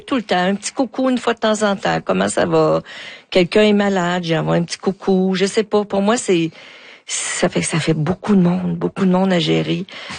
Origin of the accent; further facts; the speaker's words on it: Rouyn-Noranda, Quebec, Canada; Puis le privilège que j'ai, c'est que je suis née à Rouyn-Noranda.